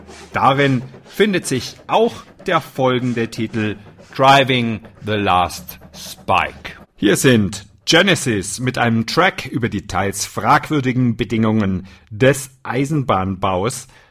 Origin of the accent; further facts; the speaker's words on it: Ulm, Baden-Württemberg, Germany; ich komme aus Ulm